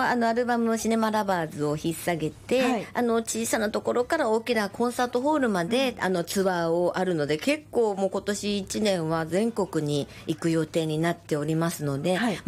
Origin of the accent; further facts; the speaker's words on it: Kansai, Japan; 出身は関西なんで出身は関西なんです